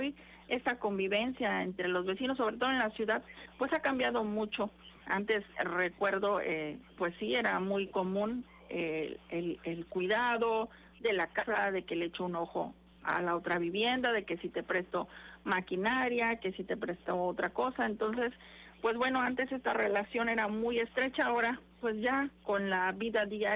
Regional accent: Mexico

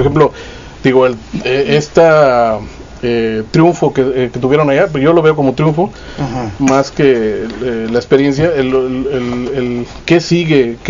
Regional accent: northern Mexico, Mexico; Es que así no somos los norteños

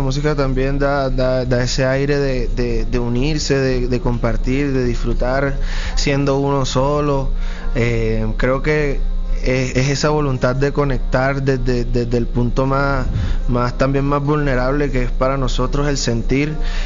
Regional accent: Caribbean coast, Colombia; en mi caso, en la costa, también ha influido muchísimo el hecho de donde nací, cómo crecí, con la música que me crié.

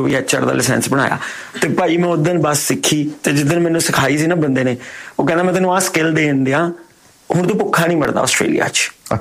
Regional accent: Chandigarh, India; moved away as an adult; also born or lived in Hisar / Adelaide; now in Melbourne, Australia; ਪਰ ਮੇਰੀ ਜੰਮਪਲ ਚੰਡੀਗੜ੍ਹ ਦੀ

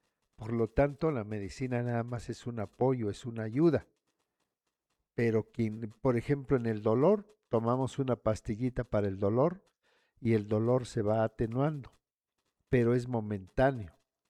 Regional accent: San Juan Yucuita, Oaxaca, Mexico; San Juan Yucuita, mi tierra querida, San Juan Yucuita.

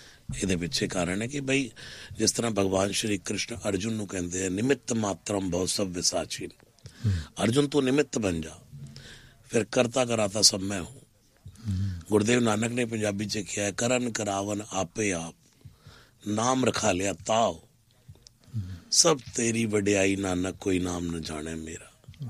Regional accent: Delhi, India; born there; ਇਹ ਦਿੱਲੀ ਦੀ ਗੱਲ ਹੋ ਰਹੀ ਹੈ। ਦੋ ਮੰਦਰ ਬਣਵਾਏ ਜਿੱਥੇ ਮੇਰਾ ਜਨਮ ਹੋਇਆ ਸੀ

